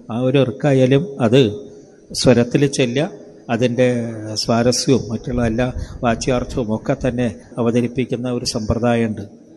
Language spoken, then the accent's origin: Malayalam; Aloor, Kerala, India; ഞങ്ങളുടെ നാട്ടിൽ, ആളൂരാണ് സ്ഥലത്തിൻ്റെ